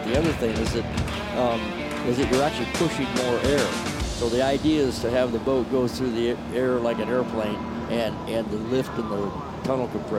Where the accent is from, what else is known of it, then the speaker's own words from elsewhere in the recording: Florida, United States; Born and raised in Central Florida, electrical contractor.